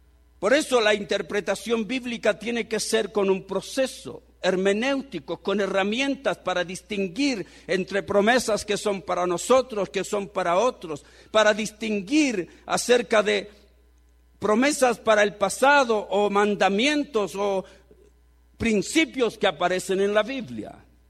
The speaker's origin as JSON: {"language": "Spanish", "country": "Chile", "tie": "born there", "said": "cuando yo nací en Chile, creía que Dios era chileno. Yo nací en la iglesia pentecostal y creía que Dios era pentecostal."}